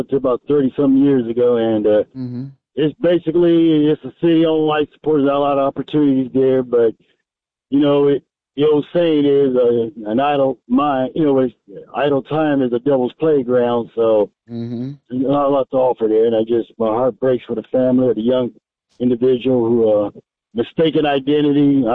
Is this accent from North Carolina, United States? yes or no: no; Anderson, Indiana, United States; moved away; I'm originally from Anderson.